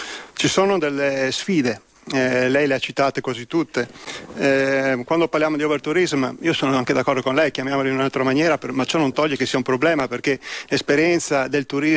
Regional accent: Veneto, Italy; io sono veneto, quindi conosco bene la situazione di Venezia

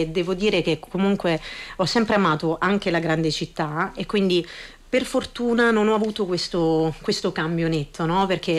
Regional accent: Molise, Italy; also born or lived in Rome; now in Milan, Italy

